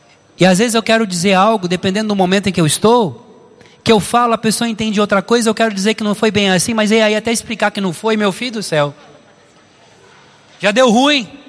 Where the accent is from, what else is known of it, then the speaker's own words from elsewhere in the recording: Barretos, São Paulo, Brazil; eu sou de Barretos, terra do peão.